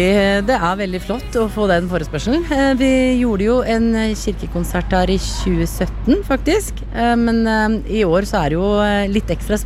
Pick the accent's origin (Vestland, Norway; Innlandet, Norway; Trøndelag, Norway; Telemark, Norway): Innlandet, Norway; Alvdal; men jeg har sunget i blandakor på Alvdal, der jeg kommer ifra.